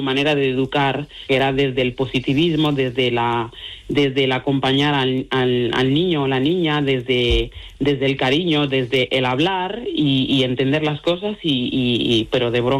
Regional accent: Mali; Spanish is a second language; now in Spain; ahora no me acuerdo prácticamente de mi dialecto, hablo mejor el castellano y el gallego que mi propio dialecto, y la suerte que tengo es que tengo una pareja maravillosa que también es de Mali

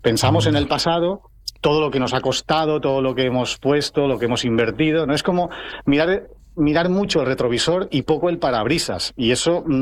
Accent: Algemesí, Valencian Community, Spain; now in Alzira, Spain; yo estoy a caballo entre Algemesí y Alcira, sabes que sí. Mi familia es de Algemesí. Yo tengo mi residencia, digamos, en Alcira, pero bueno, estamos al lado y voy dando vueltecitas. Y mi pueblo, el meu poble, es Algemesí.

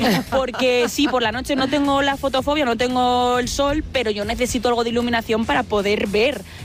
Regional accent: Valencian Community, Spain; Digo, mira, es que mi país es el mismo que el tuyo, soy de España, soy valenciana.

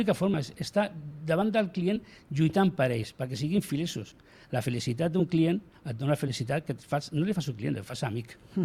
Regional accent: Barcelona, Catalonia, Spain; jo vaig néixer a l'Hospital Sant Pau

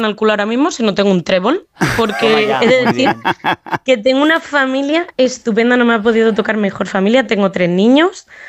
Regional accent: Extremadura, Spain; accent: Madrid; also born or lived in Madrid; now in Ireland; Pues es que el acento es un poco tirando de Madrid porque nací en Madrid, pero soy extremeña y defiendo mucho mi orgullo extremeño.

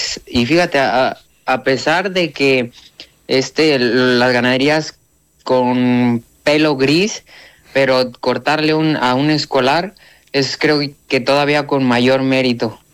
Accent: Mexico; Que también como mexicano pueda sentirme orgulloso de eso.

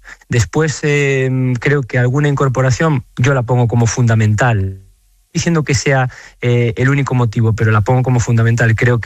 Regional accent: Galicia, Spain

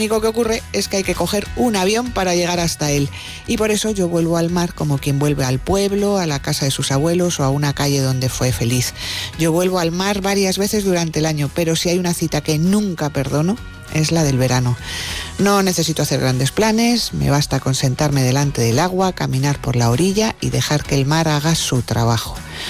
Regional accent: Madrid, Community of Madrid, Spain; aunque soy madrileña, completamente madrileña, soy de Madrid hasta cuando me callo.

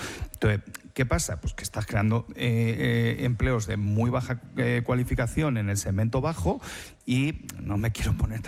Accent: Alcalá de Henares, Community of Madrid, Spain; Yo soy de Alcalá

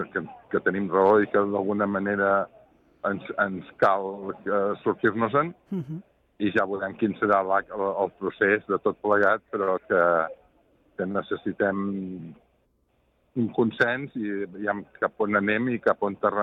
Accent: Catalonia, Spain

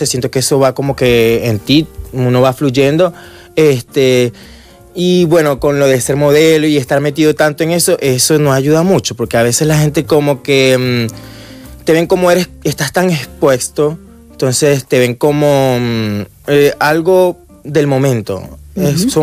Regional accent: Colombia; also born or lived in Venezuela; now in Barcelona, Spain; Yo nací en Venezuela, pero me crié en Colombia, soy de los dos lugares.

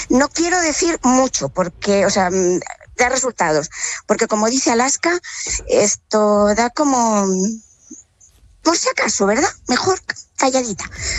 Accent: Basque Country, Spain; Mi perro, aunque ha nacido aquí, él es vasco, igual que yo.

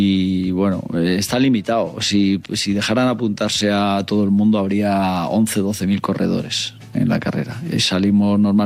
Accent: Béjar, Castile and León, Spain; soy de Béjar

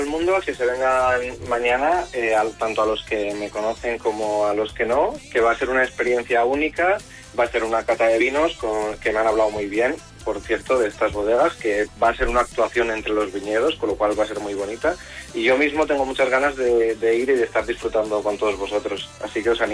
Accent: León, Castile and León, Spain; En eso soy muy de León o muy castellano

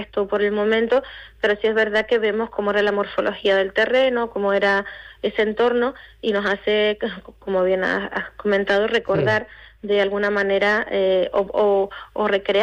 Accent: Canary Islands, Spain; recuerde siempre de dónde venimos, y eso nos permite también seguir construyendo la identidad que como pueblo canario también nos visibiliza y nos identifica y nos une

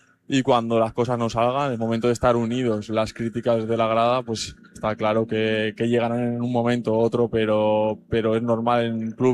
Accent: Navarre, Spain

